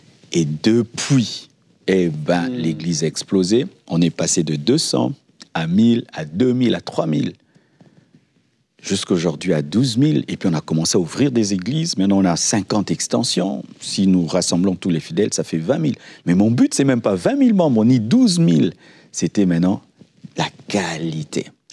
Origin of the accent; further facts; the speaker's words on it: Kinshasa, DR Congo; Comme j'ai grandi à Lemba, je voulais implanter une église à Lemba parce que j'étais connu à Lemba, j'avais des amis à Lemba et on m'a trouvé une parcelle à Lemba. Lemba, c'est une commune de Kinshasa.